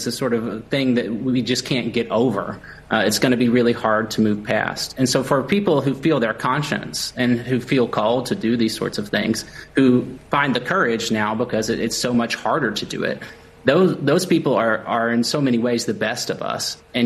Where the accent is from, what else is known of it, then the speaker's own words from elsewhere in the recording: United States; as an American